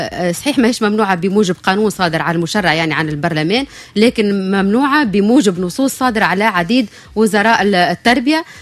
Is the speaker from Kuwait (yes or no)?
no; Tunisia; أنا كمشرع تونسي، أنا كعضو مجلس نواب الشعب … عضو في لجنة التربية